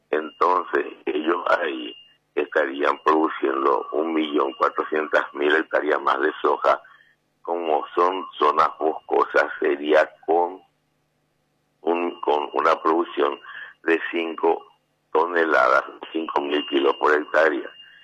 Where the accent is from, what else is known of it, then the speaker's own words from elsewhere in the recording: Paraguay; nosotros que somos los paraguayos